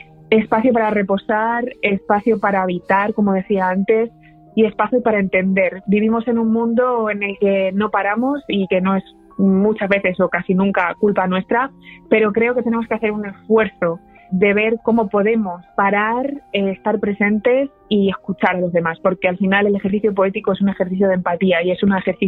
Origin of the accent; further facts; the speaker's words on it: Albacete, Castilla-La Mancha, Spain; moved away as an adult; No vivo allí desde los 18 años y claro, ya voy a hacer el mes que viene 32.